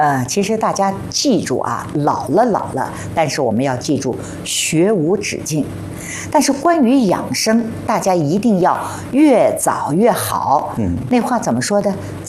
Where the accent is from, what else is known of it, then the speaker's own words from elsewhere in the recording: Shanghai, China; 用我们上海人讲的啊，上海话叫阿胶苏泼的